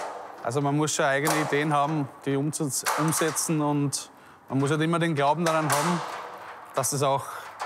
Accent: Burgenland, Austria; Ein Fläschchen oder vielleicht ein zweites Fläschchen muss man als echter Burgenländer schon imstande sein zu trinken.

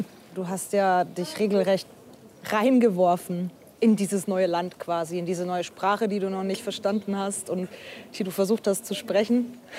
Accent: Würzburg, Bavaria, Germany; now in Ulm, Germany; Ich bin in Würzburg aufgewachsen. Ich würde das auch tatsächlich als meine Heimat bezeichnen. Meine Heimatstadt.

